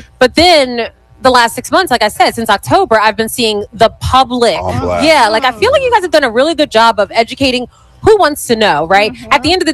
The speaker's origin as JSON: {"language": "English", "town": "Philadelphia", "region": "Pennsylvania", "country": "United States", "tie": "born or raised there", "said": "I'm born and raised in Philadelphia. My grandfather was a Philadelphia police officer."}